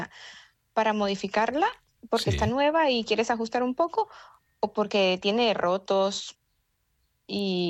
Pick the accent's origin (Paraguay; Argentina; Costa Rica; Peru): Costa Rica; moved away as an adult; now in Spain; Sí, soy de Costa Rica. Tengo 6 años de estar aquí.